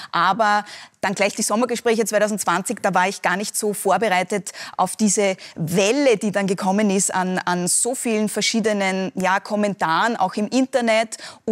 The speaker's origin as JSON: {"language": "German", "country": "Austria", "said": "Also 2022 dann der Ukraine-Krieg, die Teuerungskrise bei uns in Österreich dann."}